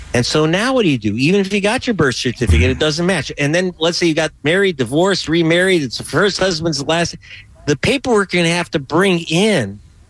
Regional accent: Pacoima, California, United States; That when I'm from Pacoima, there ain't a lot of Pacas that go skiing and have their passport.

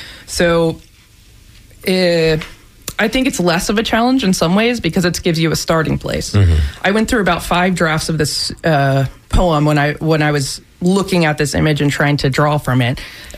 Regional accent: Maryland, United States; I'm not from Florida, but I'm from Maryland, but I've loved watersheds wherever I go.

